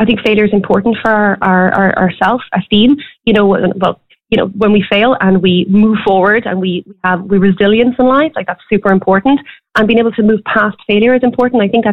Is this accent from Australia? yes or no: no; Midlands, Ireland; I'm from the Midlands